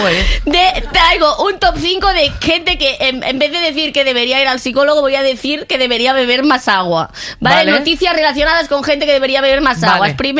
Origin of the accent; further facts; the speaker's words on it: Catalonia, Spain; Sí, yo bebo agua porque soy catalana, ¿vale?